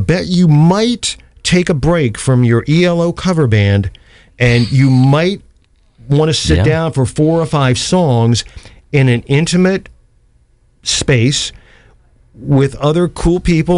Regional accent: Ohio, United States; moved away; having moved away from this area, I mean, I'm from Northeast Ohio, it can be, you know, musically a pretty conservative area.

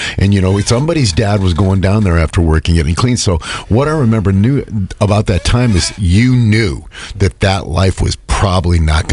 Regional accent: Akron, Ohio, United States; I grew up in West Akron

